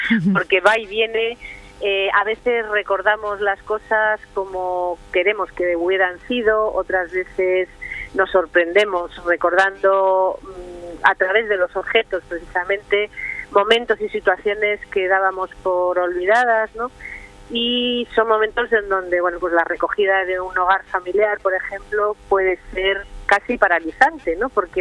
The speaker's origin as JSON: {"language": "Spanish", "town": "Santander", "region": "Cantabria", "country": "Spain", "also_born_or_lived": "Galicia", "moved": "yes", "lives_now": "Madrid, Spain", "said": "Yo soy de Santander, sí, y siempre vuelvo a mi tierra un poco"}